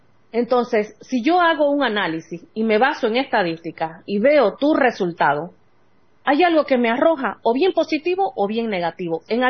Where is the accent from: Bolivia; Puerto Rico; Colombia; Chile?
Bolivia